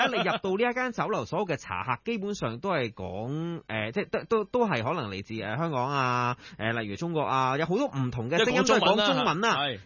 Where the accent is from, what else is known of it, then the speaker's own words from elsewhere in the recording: Australia; 我记得我嗰阵时细个喺澳洲嘅时候咧，系经历过一次